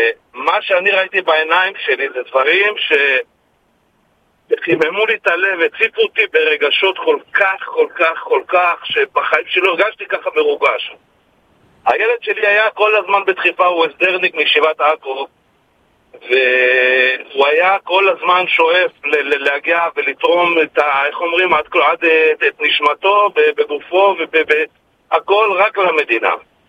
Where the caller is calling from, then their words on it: Givat Shmuel, Central District, Israel; מגבעת שמואל